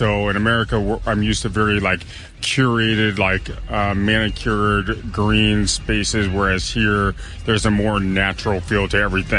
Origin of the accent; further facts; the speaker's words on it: Ohio, United States; now in Tennessee, United States; I am originally from Ohio, the United States, currently live in Tennessee